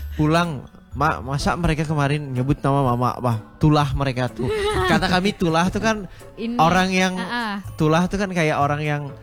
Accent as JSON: {"language": "Indonesian", "region": "Kalimantan", "country": "Indonesia", "tie": "born there"}